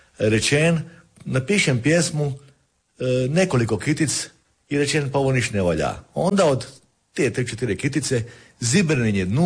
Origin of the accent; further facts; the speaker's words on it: Kostrena, Primorje-Gorski Kotar County, Croatia; Ja sam rođen i živjel v Kostrene i sad živim, ali v jednoj drugoj. V finoj Kostrene, kaj je danas Sveta Barbara. To je Kostrene kada je sad Ina i moje rodno selo je tako reći zrušeno, 50 kuće zrušeno kada je tamo se Ina širila